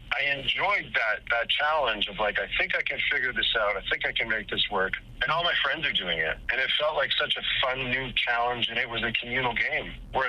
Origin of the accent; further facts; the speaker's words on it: Red Deer, Alberta, Canada; growing up in Red Deer